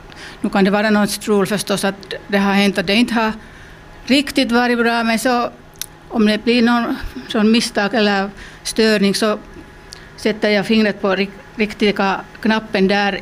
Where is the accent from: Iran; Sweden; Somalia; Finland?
Finland; Southwest Finland; moved away; Jag kommer från Salotrakten.